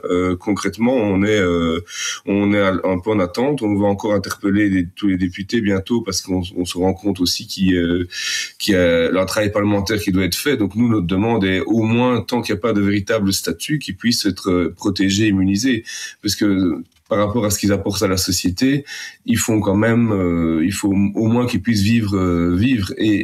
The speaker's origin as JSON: {"language": "French", "country": "Belgium", "said": "Chez nous, en Belgique"}